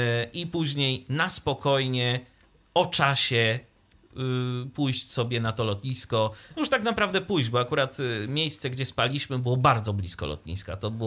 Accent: Iława, Warmian-Masurian Voivodeship, Poland; A przypomnijmy, my jesteśmy z Iławy, my mieszkamy w Iławie

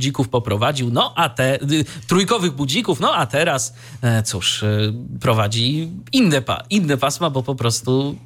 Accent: Iława, Warmian-Masurian Voivodeship, Poland; to taki lokalny mój iławski akcent.

